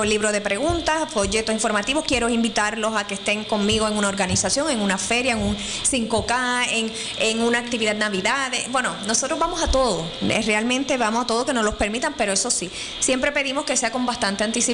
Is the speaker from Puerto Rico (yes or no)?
yes; Moca, Puerto Rico; now in Aguada, Puerto Rico; soy de Moca, pero resido en Aguada.